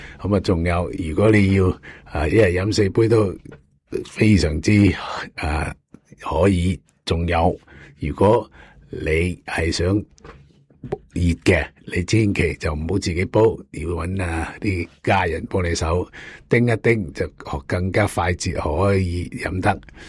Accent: China; 咁所以呢我哋中国人呢就起码做咩都系一路一路去进步嘅

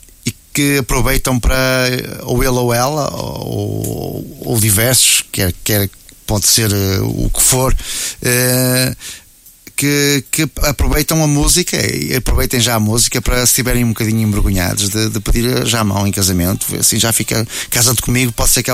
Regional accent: Porto, Norte, Portugal; born there; E eu nasci aqui, como estávamos a falar, saiu-me aqui do peito, porque fala da minha cidade natal, onde eu nasci, e onde eu tenho um carinho enorme para aquela cidade.

